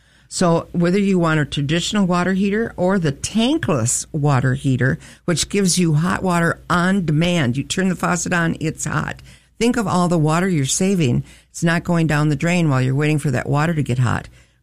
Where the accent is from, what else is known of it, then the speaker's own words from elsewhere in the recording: Alexandria, Minnesota, United States; if you're visiting here in my hometown